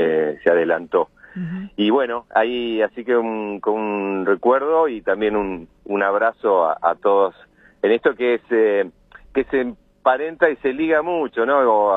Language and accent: Spanish; Bahía Blanca, Buenos Aires Province, Argentina; vengo de Bahía Blanca y era en algún momento lo que se podía escuchar, ¿no?